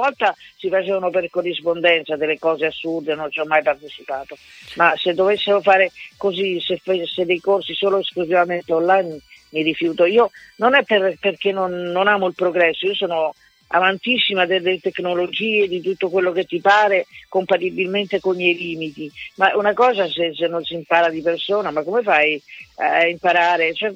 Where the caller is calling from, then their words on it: Bologna, Emilia-Romagna, Italy; qui a Bologna